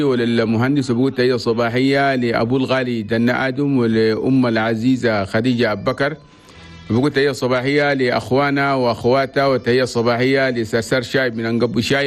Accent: Chad; وفي بلدنا تشاد نقول لكم صباح سعيد من الإزالة الوطنية التشادية

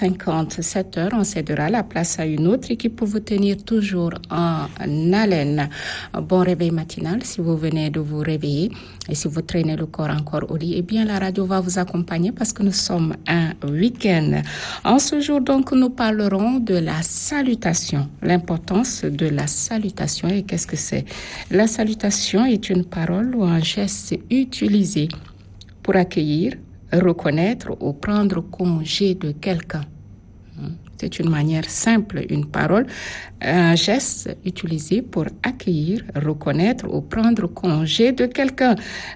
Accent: Chad; surtout pour nous, Africains, particulièrement Tchadiens.

